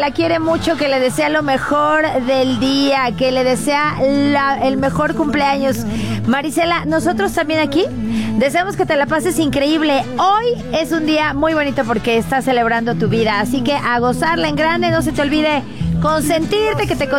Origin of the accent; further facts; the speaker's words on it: Mexico; porque es una emoción que se expande y somos mexicanos.